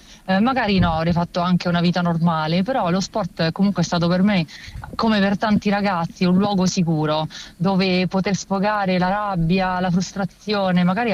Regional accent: Rome, Lazio, Italy; ho avuto il piacere di tornare da dove sono nata e cresciuta nel Foro Italico di Roma

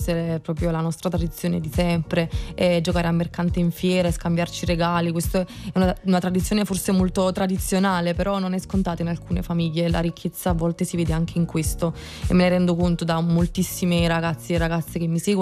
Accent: Paestum, Campania, Italy; also born or lived in Naples; avendo vissuto tutta la mia infanzia a Pestum

